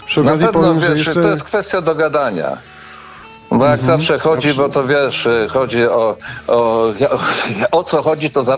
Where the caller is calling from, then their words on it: Olsztyn, Warmian-Masurian Voivodeship, Poland; mieszkam w Olsztynie.